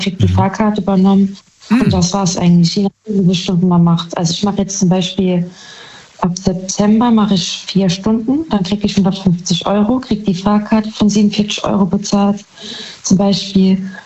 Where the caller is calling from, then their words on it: Saarbrücken, Saarland, Germany; Saarbrücken.